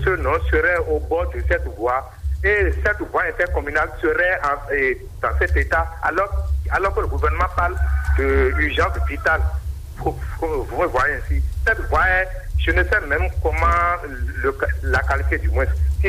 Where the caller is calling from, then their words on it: Abomey-Calavi, Atlantique, Benin; Je vous appelle depuis Calavi à Conville.